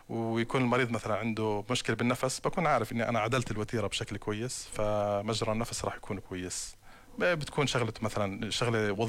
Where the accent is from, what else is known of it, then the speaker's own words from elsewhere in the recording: Jordan; احنا يعني في الاردن عندنا يعني كثير في ناس مثلا مشهورين